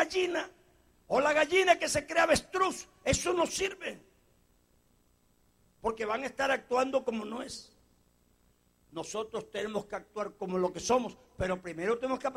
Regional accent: Colombia; Los colombianos somos gentiles.

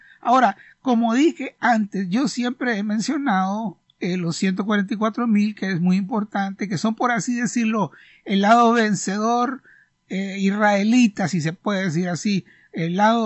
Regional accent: Honduras; Así que siervo aquí, como dicen en algunas partes, yo soy de Honduras, que dice esa expresión de siervo en la Biblia no es comida de trompudo, hermano.

